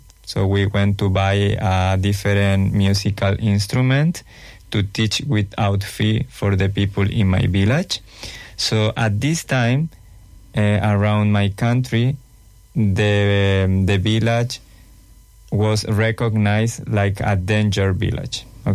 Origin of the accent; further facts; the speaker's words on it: Chile; English is a second language; moved away as an adult; also born or lived in Germany; now in Melbourne, Australia; that's okay. I am from Chile. And I left Chile around 8 years. So I went for first time to Germany to live there around 4.5 years.